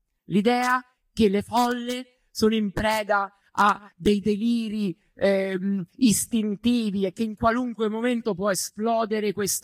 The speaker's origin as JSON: {"language": "Italian", "town": "Rome", "region": "Lazio", "country": "Italy", "said": "Scusate, sono da Roma."}